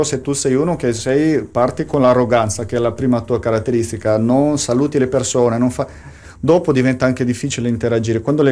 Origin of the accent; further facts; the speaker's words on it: Brazil; noi veniamo dal Brasile, di un paese che secondo me al di là di adesso, no?